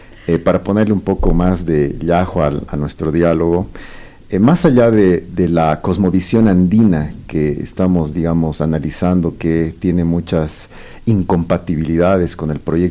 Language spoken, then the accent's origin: Spanish; Bolivia; entendernos como bolivianos